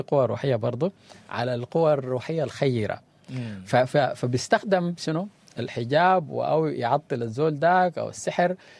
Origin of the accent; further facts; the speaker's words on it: Sudan; احنا كسودانيين. يعني احنا ناس متدينين